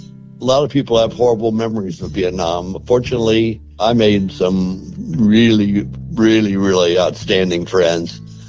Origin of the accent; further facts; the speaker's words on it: United States; I grew up in Johnson County, so I had a pretty vanilla life at that point in my life.